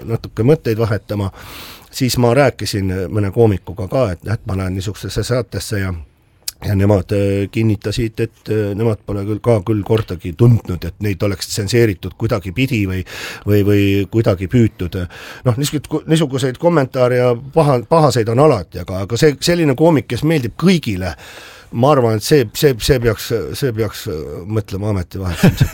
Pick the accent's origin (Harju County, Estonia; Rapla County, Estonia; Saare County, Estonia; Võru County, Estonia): Harju County, Estonia; born there; maja naaber sünnipäraselt, et ma olen ju seal Hiiu pubi vastas on Lillepoekane, vaheline maja, see on minu sünnikodu seal.